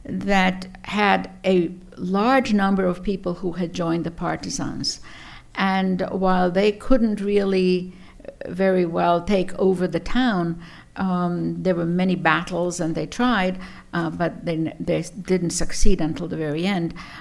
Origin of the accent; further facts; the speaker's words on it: Zagreb, City of Zagreb, Croatia; moved away; also born or lived in Ludbreg; We're not from Ludbreg. We were from Zagreb